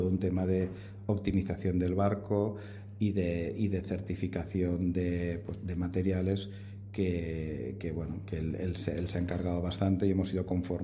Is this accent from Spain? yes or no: yes; El Masnou, Catalonia, Spain; Nosotros somos de Masnou, que está aquí cerca de Barcelona